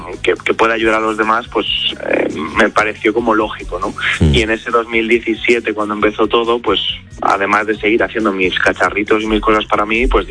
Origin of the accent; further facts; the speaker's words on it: Madrid, Community of Madrid, Spain; yo soy de Aluche, he visto en mi barrio, siempre he visto desigualdades